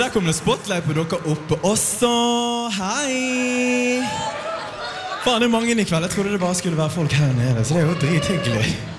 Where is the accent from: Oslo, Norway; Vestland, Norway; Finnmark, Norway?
Vestland, Norway; Bergen; Jeg kommer fra Bergen, stolt bergenser.